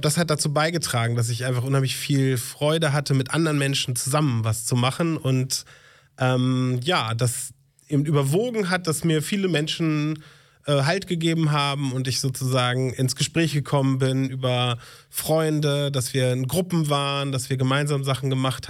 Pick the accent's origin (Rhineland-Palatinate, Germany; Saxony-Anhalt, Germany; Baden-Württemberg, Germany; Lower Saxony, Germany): Lower Saxony, Germany; Bad Leer; born there; geboren bin ich 1977 in Bad Leer. Das ist eine kleine Stadt in der Nähe von Osnabrück, wo meine Eltern in der Zeit gewohnt haben. Und genau, da bin ich auf die Welt gekommen und kurze Zeit später aber schon wieder umgezogen.